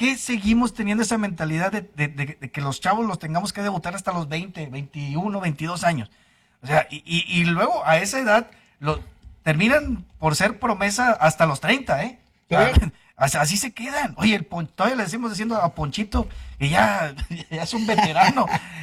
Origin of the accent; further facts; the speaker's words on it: Mexico; que debemos de también nosotros como mexicanos quitarnos esa mentalidad, para mí mediocre, de criticar al naturalizado.